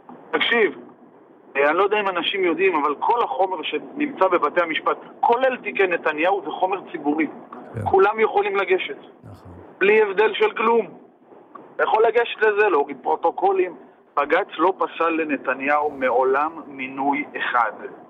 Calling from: Galilee, Israel

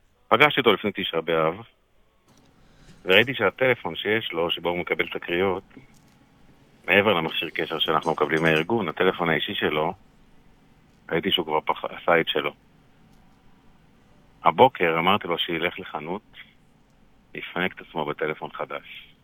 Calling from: Bnei Brak, Tel Aviv District, Israel; אני בבני ברק.

